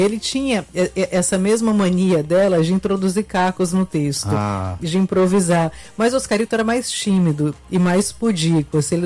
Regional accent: Fortaleza, Ceará, Brazil; also born or lived in Porto; now in São Paulo, Brazil; Eu nasci em São Paulo, mas por acaso, porque eu vim para Fortaleza muito pequena, então eu sou cearense.

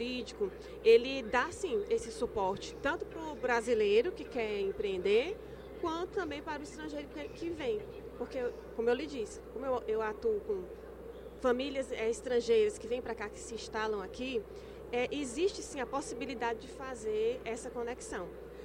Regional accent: São Paulo, Brazil; now in Ceará, Brazil; Eu sou paulista, mas eu tenho família, né? Meus pais são cearenses, então eu me considero cearense.

